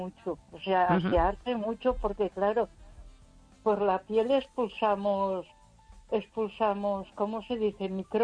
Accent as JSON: {"language": "Spanish", "town": "Ponferrada", "region": "Castile and León", "country": "Spain"}